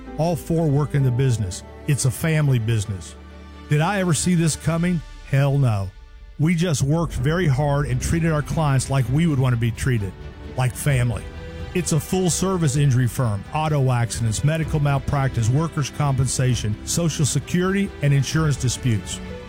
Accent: Kentucky, United States; She was from upstate New York and I was from Kentucky.

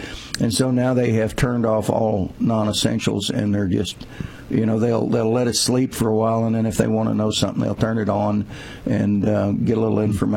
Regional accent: Missouri, United States; Mike, I'm from Missouri.

